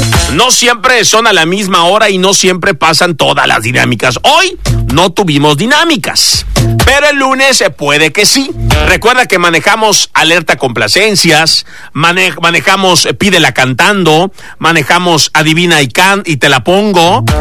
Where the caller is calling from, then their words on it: Yaxcabá, Yucatán, Mexico; Aquí te escuchamos, saludos desde Yashkabá, Yucatán.